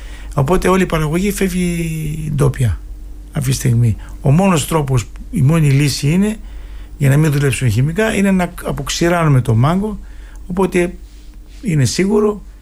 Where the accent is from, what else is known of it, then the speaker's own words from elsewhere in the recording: Greece; moved away; Αυτή είναι η επιτυχία που είχαμε εμείς σαν Έλληνες.